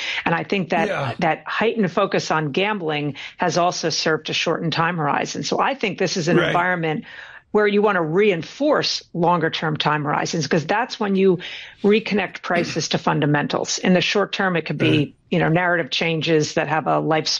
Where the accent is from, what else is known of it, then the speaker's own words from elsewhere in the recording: Norway; I went to my home country, Tom. I went to Norway.